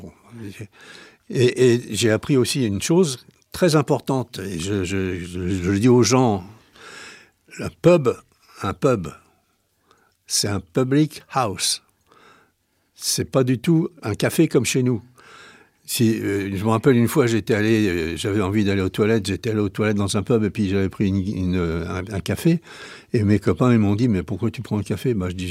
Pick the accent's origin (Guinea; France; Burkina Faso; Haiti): France; Nantes, Pays de la Loire; Eh ben, je suis nantais, oui.